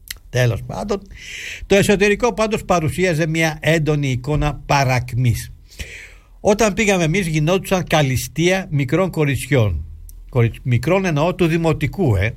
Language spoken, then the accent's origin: Greek; Greece; με ρώτησαν από πού είμαστε. Όταν άκουσαν τη λέξη Ελλάδα, έλαμψε ρε παιδιά το πρόσωπό τους.